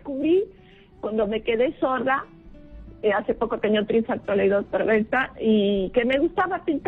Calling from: Lima, Peru; Desde San Juan de Miraflores.

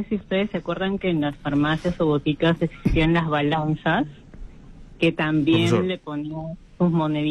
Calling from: Lima, Peru; Les saluda … de San Martín de Porres.

